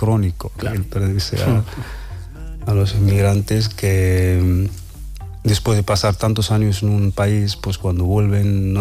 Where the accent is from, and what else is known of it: Asilah, Tanger-Tetouan-Al Hoceima, Morocco